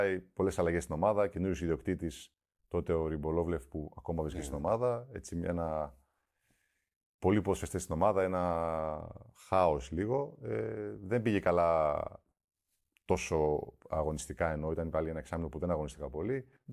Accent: Katerini, Central Macedonia, Greece; also born or lived in Germany; ειδικά η καταγωγή μου που είναι από την Κατερίνη

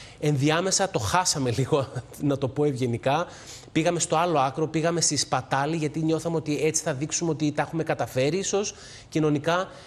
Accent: Greece; moved away as an adult; also born or lived in Northern Europe

